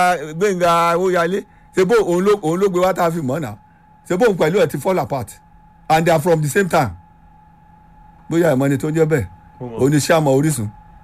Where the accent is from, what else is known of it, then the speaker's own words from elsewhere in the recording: Ekiti, Nigeria; Èkìtì ni mí. Àdẹ̀ tí ì ṣerí. Ó dùn mọ́ mi inú.